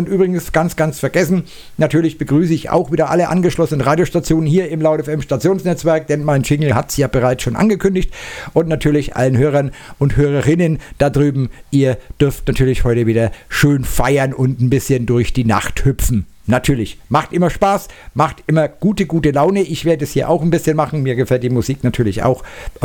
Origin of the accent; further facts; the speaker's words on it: Bavaria, Germany; ich komme hier aus Mittelfranken und mein Sendestudio befindet sich natürlich auch hier.